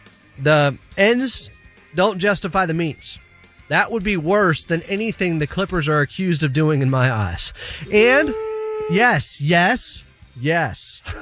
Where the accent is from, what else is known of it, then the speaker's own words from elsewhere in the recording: California, United States; The North remembers. I'm still from NorCal.